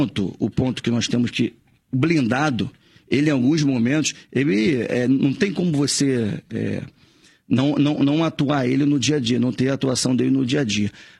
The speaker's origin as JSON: {"language": "Portuguese", "region": "Rio de Janeiro", "country": "Brazil", "tie": "born there", "said": "olha o lugar onde eu nasci, que é a Baixada Fluminense"}